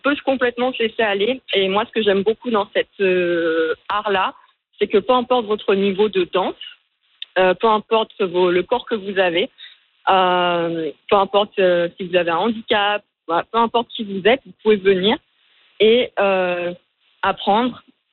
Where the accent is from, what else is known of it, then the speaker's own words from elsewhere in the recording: France; now in Canada; comme je suis française, installée au Canada